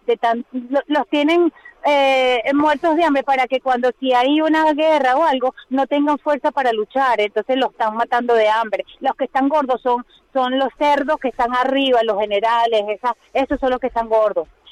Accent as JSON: {"language": "Spanish", "country": "Venezuela", "moved": "as an adult", "lives_now": "Spain", "said": "todos los profesionales de Venezuela nos hemos ido. Yo me incluyo, me fui yo también, todos."}